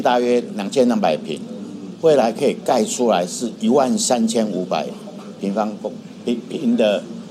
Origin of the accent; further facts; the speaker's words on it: Keelung, Taiwan; 对我们基隆人来讲